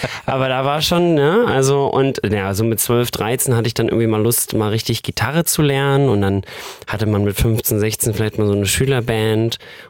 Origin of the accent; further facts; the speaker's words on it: Wismar, Mecklenburg-Vorpommern, Germany; Ich habe zum Beispiel vor 2 Jahren den ersten CSD mitorganisiert in meiner Heimatstadt in Wismar. Das ist so eine Kleinstadt in MV.